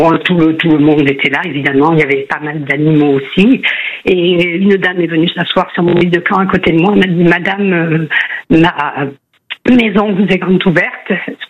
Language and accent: French; Bordeaux, Nouvelle-Aquitaine, France; born there; moi, je suis née à Bordeaux, mais je suis issue d'une des plus vieilles familles du bassin.